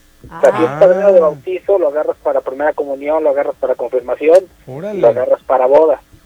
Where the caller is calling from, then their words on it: Puebla, Mexico; yo soy del estado de Puebla.